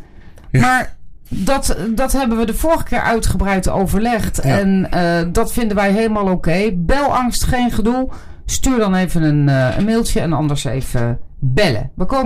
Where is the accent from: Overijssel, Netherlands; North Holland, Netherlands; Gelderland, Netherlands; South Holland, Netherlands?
Gelderland, Netherlands; Wageningen; Ik kom uit Wageningen. Dat is zeker een uur rijden.